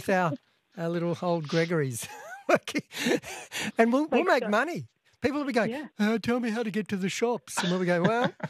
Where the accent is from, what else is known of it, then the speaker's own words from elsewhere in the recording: Canberra, Australian Capital Territory, Australia; I grew up in Canberra, and they built a lot of new suburbs in Canberra